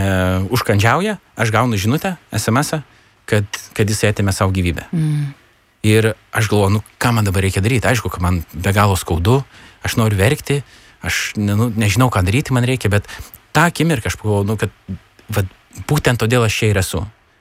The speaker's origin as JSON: {"language": "Lithuanian", "town": "Mažeikiai", "region": "Telšiai County", "country": "Lithuania", "tie": "born or raised there", "said": "mano gimtajame mieste Mažeikius"}